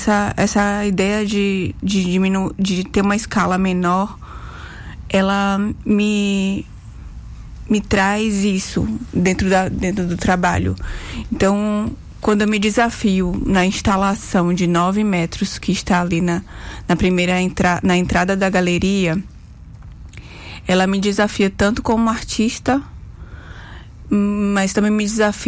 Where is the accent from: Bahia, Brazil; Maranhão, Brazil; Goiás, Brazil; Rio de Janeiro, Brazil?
Bahia, Brazil; Jacobina; born there; now in Salvador, Brazil; a cidade onde eu nasci, Jacobina, e a cidade que eu moro e que há muitos anos me acolhe, que é Salvador.